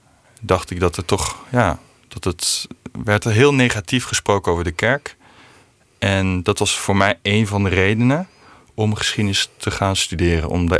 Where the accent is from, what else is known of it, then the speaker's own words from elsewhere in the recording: Belgium; moved away as an adult; now in Netherlands; Ik ben opgegroeid in België. Mijn ouders zijn wel Nederlands, dus dat maakt me een soort van Neder-Belg. Ik ben later gaan studeren in Nederland.